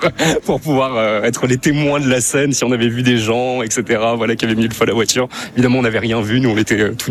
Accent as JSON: {"language": "French", "region": "Normandy", "country": "France", "tie": "born or raised there", "said": "On a grandi en Normandie."}